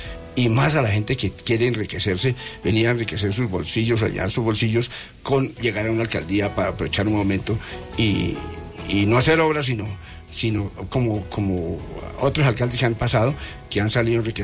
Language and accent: Spanish; Boyacá, Colombia; yo por fuera del departamento, me dicen, cuando digo que soy boyacense